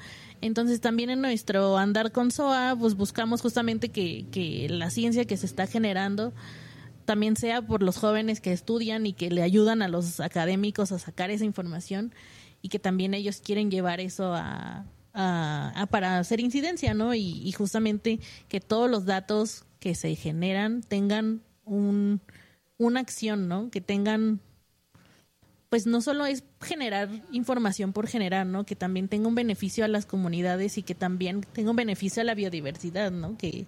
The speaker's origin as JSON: {"language": "Spanish", "country": "Mexico"}